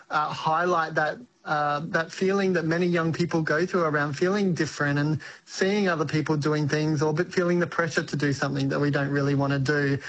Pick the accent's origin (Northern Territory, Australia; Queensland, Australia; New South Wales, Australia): Northern Territory, Australia; Katherine; I wrote it originally as reflections on my childhood growing up in Katherine in the Northern Territory and pondering identity and figuring out my way through life